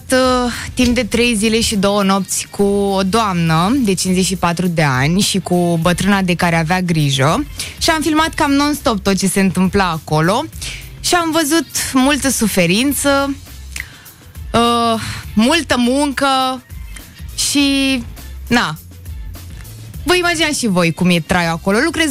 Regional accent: Slatina, Olt County, Romania; born or raised there; moved away as an adult; now in Bucharest, Romania

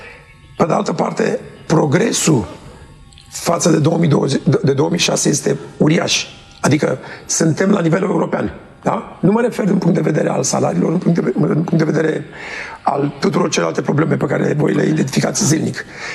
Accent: Bucharest, Romania; La noi în București

